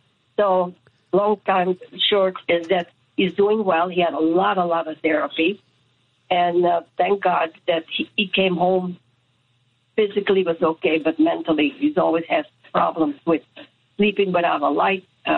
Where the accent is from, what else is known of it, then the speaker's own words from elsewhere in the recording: Belgium; moved away; My brother and we are born and raised in Belgium.